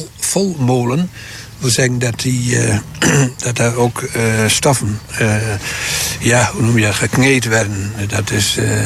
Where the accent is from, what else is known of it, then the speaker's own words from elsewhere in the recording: Exlo, Drenthe, Netherlands; born there; ik ben echt geboren in Exloers.